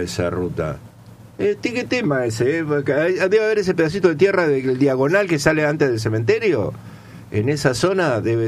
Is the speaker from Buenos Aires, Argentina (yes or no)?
no; Santa Fe, Argentina; de donde somos, de La Vanguardia a Cepeda